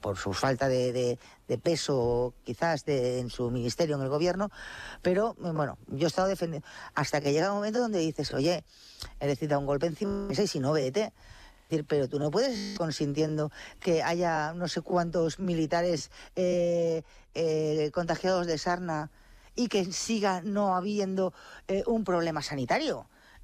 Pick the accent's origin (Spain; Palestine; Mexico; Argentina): Spain; los españoles somos como somos